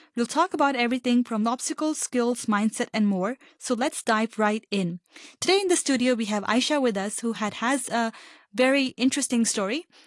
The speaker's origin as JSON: {"language": "English", "country": "Hong Kong", "tie": "born or raised there", "said": "I'm a Pakistani registered nurse born and brought up in Hong Kong."}